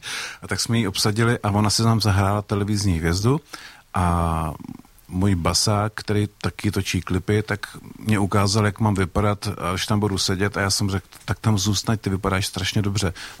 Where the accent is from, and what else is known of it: Turnov, Liberec Region, Czechia